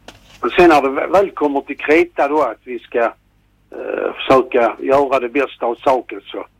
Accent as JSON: {"language": "Swedish", "town": "Malmö", "region": "Skåne", "country": "Sweden", "tie": "born there", "said": "Jag är född i Malmö."}